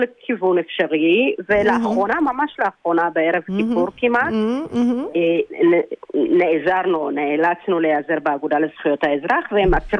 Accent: Jerusalem, Jerusalem District, Israel; אני ירושלמית

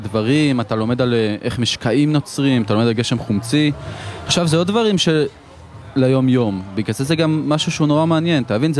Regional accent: Yokneam Moshava, Northern District, Israel; אני במקור מיוקנעם המושבה, המושבה זה נורא חשוב.

